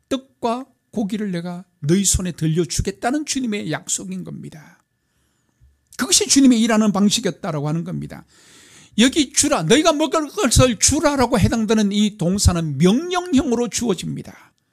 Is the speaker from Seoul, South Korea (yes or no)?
no; Yeongdeok, North Gyeongsang, South Korea; moved away as an adult; 제 고향이 경상북도 영덕군 변곡면 원항 12994번지에 태어나서 거기서 자랐습니다. 청년이 돼서 객지로 나올 때까지 우리 동네는 기차가 없어요. 유일한 도로는 동해안선에 하나밖에 없는 7번 국도.